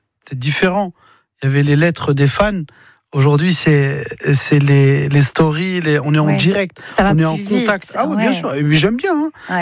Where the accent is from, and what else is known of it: Mantes-la-Jolie, Île-de-France, France